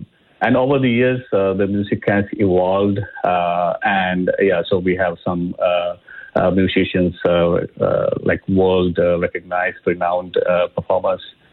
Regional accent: Sri Lanka; moved away as an adult; now in Halifax, Canada; We are all originally from Sri Lanka, and now we moved here in Canada, and some people recently moved, but and some living for decades. Myself, I've now lived here close to 8 years.

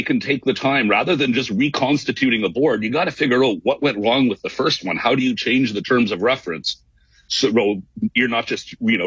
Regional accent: Ontario, Canada; Laurentian University went bankrupt, my hometown, and that was also a result of really, really bad board governance

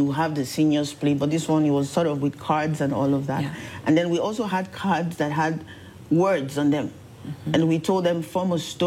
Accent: Nigeria; born there; moved away; Okay, so I was born in Nigeria, and I grew up, you know, hanging out with my grandparents, my parents

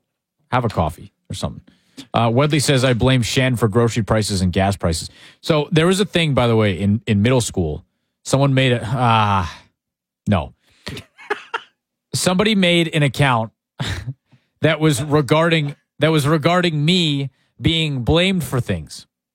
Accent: Canada; I love being a Canadian

